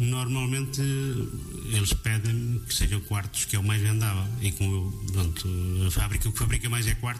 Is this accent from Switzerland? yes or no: no; Rebordosa, Norte, Portugal; Sou de Robordosa